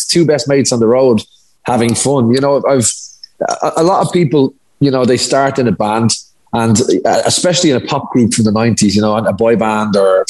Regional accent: Dublin, Leinster, Ireland; we're both from Dublin.

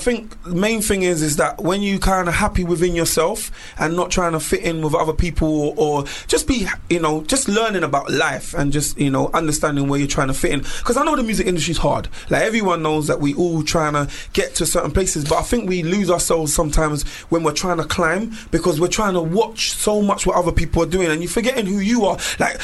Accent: England, United Kingdom; my parents are Jamaican, but I'm talking to you English because that's what I'm born and bred in England

